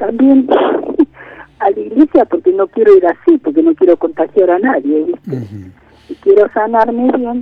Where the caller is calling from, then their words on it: Bernal, Buenos Aires Province, Argentina; soy de Bernal.